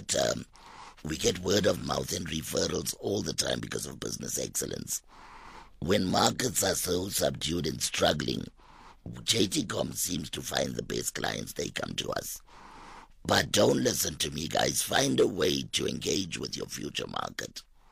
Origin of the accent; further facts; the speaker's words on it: South Africa; And we're coming from South Africa.